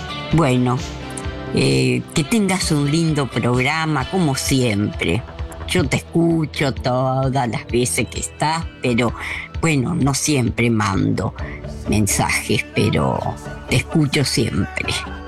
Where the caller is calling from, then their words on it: Buenos Aires, Argentina; de Villa Pueyrredón.